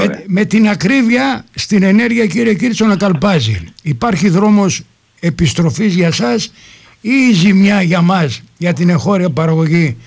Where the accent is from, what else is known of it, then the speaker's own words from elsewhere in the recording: Volos, Thessaly, Greece; σαν βολιώτης, δεν μπορούμε να το ξεχάσουμε τίποτα.